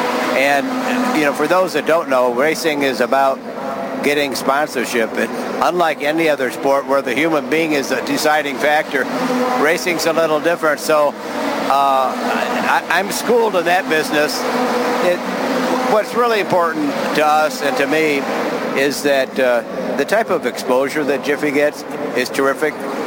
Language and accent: English; Ann Arbor, Michigan, United States; I'm from Ann Arbor